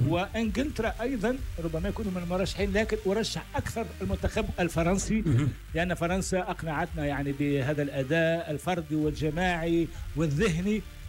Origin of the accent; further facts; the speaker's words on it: Tunisia; now in France; انا لا انتمي الا الى تونس